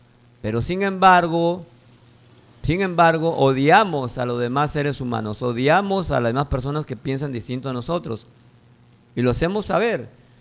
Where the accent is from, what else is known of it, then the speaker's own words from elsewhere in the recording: Peru; Eso nos hace daño como peruanos.